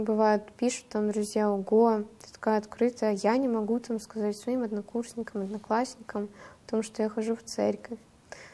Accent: Gelendzhik, Krasnodar Krai, Russia; — это Геленджик, мой родной город.

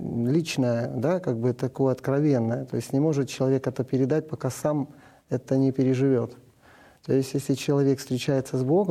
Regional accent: Dnipro, Dnipropetrovsk Oblast, Ukraine; когда меня перевели в хор молодежный в городе Днепропетровске, откуда я родом, я был самый практически старший.

